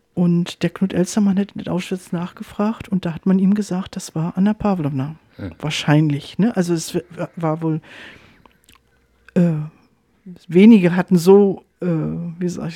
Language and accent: German; Germany; obwohl ich ja nur als Deutsche bei ihr war